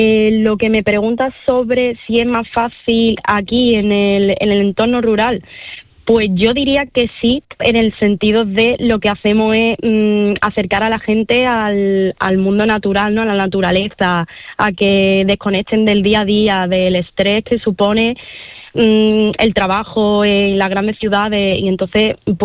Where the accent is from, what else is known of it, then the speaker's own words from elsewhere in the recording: Alcaucín, Andalusia, Spain; born there; especialmente Alcaucín, uno de nuestros pueblos, mi pueblo, como paraíso natural